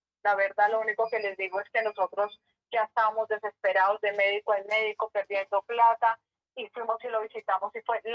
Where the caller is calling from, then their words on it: Tunja, Boyacá, Colombia; De Tunja, Boyacá.